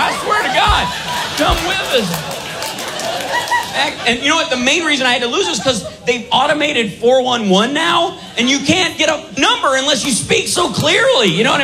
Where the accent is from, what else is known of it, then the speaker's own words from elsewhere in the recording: Kentucky, United States; Why don't you believe I'm from Kentucky? They go, well, you don't have an accent. Like, I lost my accent.